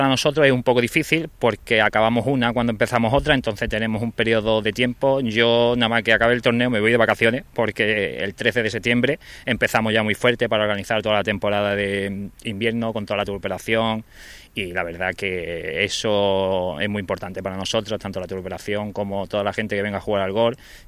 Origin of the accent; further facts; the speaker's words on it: Málaga, Andalusia, Spain; vamos a hacer camperos muy típicos de Málaga, que eso aquí en Motril no. Entonces, como yo soy de Málaga, Pedro, pues lo traigo para que la gente lo pruebe.